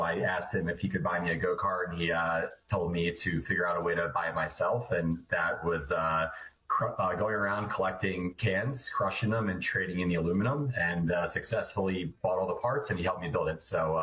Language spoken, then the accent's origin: English; Pennsylvania, United States; Southeastern PA. I'm the youngest of four.